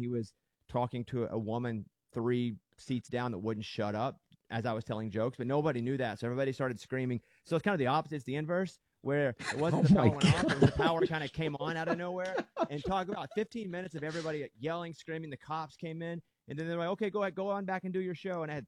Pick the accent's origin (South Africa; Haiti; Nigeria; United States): United States; Arkansas; So growing up in Arkansas, everyone's a Dallas Cowboys fan, a bit because of the region